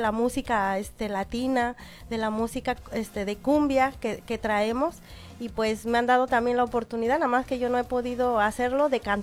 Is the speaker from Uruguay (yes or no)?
no; State of Mexico, Mexico; yo soy del Estado de México, no soy del Estado de Puebla